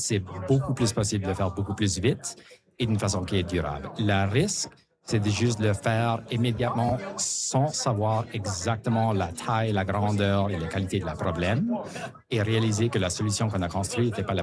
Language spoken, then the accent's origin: French; Moncton, New Brunswick, Canada; Comme moi, j'ai grandi à Moncton, j'ai parti, j'ai revenu.